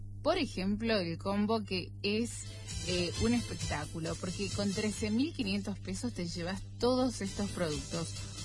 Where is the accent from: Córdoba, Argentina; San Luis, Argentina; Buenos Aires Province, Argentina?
San Luis, Argentina; Villa Mercedes; Somos de Villa Mercedes.